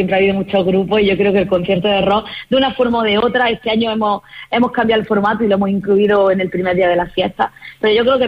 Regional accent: Molvízar, Andalusia, Spain; yo invito no solo a la gente alrededor de mi pueblo, sino a toda la provincia, a toda Andalucía

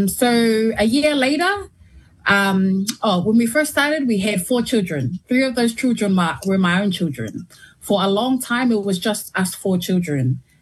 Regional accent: Christchurch, Canterbury, New Zealand; I am 31 years old. I was born and raised in Carlos Iosi, New Zealand, and I have been living here my whole entire life. I am half Tongan, half Niuean, and I come from the villages of Tamakau Tonga and Longoteme from Tonga.

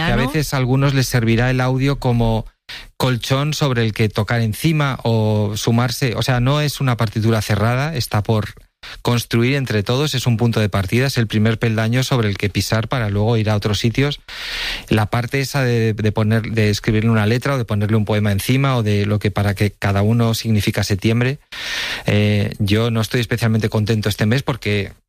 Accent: Villacarriedo, Cantabria, Spain; He estado en las fiestas de mi pueblo, en Villacarrido, también hace una semana

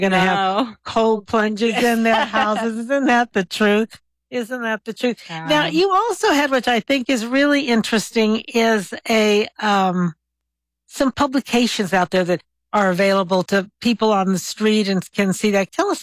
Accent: Albuquerque, New Mexico, United States; Years ago, I remember I used to listen to KOB radio when I was, because I grew up here in Albuquerque.

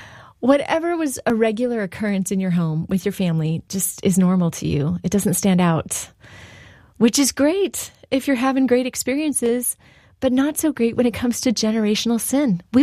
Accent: California, United States; I grew up in SoCal, not too far from the beach.

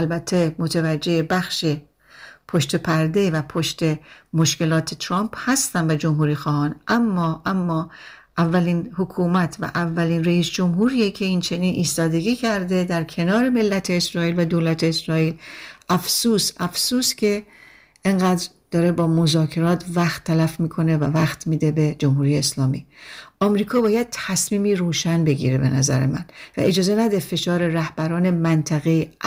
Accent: Iran

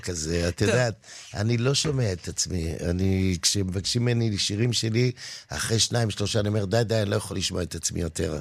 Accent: Givatayim, Tel Aviv District, Israel; אבל בגיל שנה וחצי כבר עברנו לגבעתיים, אבל אני לא גדלתי כל כך, גדלתי בגבעתיים

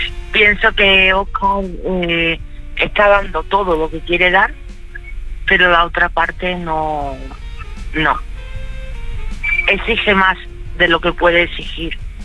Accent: Badajoz, Extremadura, Spain; Yo soy de Badajoz, él es de Valdepeñas.

